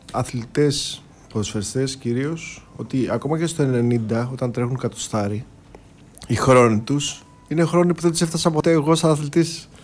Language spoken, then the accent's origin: Greek; Crete, Greece; Επειδή είμαστε και πατριώτες από την Κρήτη και δύο.